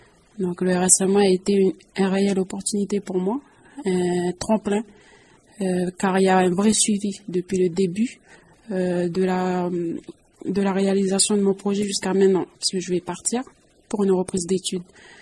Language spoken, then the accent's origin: French; Poindimié, North Province, New Caledonia; je suis originaire de Pointe-d'Imier.